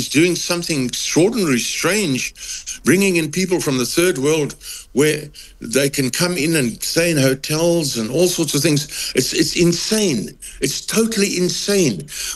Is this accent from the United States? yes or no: no; South Africa; I don't need a visa to go to Russia because I'm from South Africa.